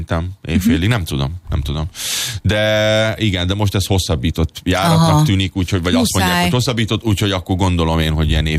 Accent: Hungary; ha lenne magyar csapat, én is kimennék, mint magyar

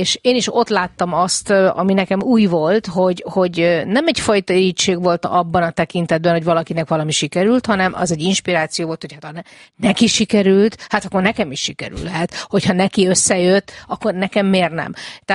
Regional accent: Hungary; also born or lived in United States; ahogy itt én nőttem fel

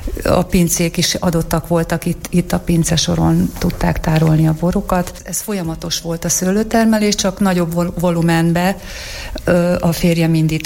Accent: Tiszapüspöki, Jász-Nagykun-Szolnok, Hungary; az én oldalamról is Szolnok megyei vagyok, Tiszapüspökiben, ott is hát a déd nagypapámnak mindig volt bora szőlője

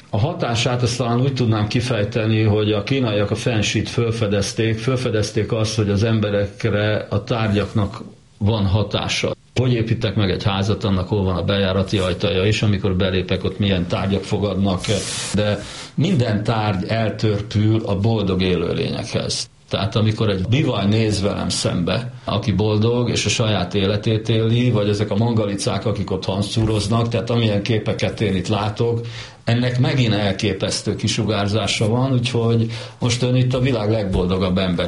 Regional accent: Hungary; born there; valahogy az én egész életemnek az a szerencséje, hogy ezzel a lelki beállítottsággal én ide születtem Magyarországra

